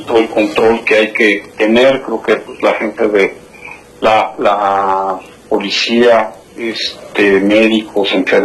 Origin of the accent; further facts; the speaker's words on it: Mexico; es un muy buen ejemplo de lo que como país, como mexicanos, este, como iniciativa privada, junto con la mano del gobierno y las instancias, se puede hacer, ¿no?